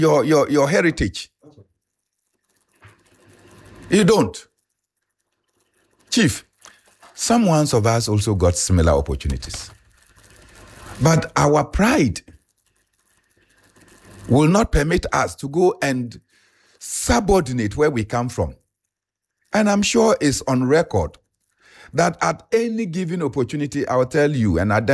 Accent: Ghana

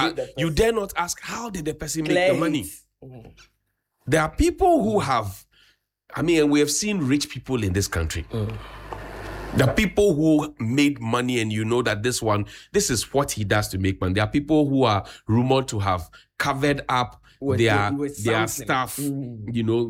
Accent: Accra, Greater Accra, Ghana; I grew up in Abosokan as well.

